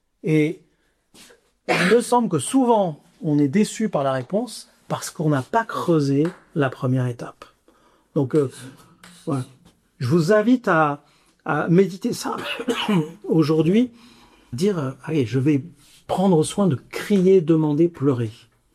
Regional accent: Marseille, Provence-Alpes-Côte d'Azur, France; J'avais un professeur qui nous disait, qui était du Sud, j'ai grandi à Marseille

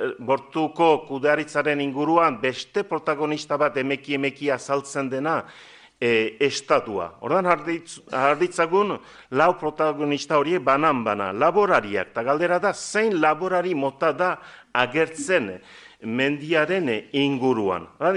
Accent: Estérençuby, Nouvelle-Aquitaine, France; Bo, ni estrentzubikoa naiz, eta badakit gure herrian, laborarien artean, eta ez dira dena berdin

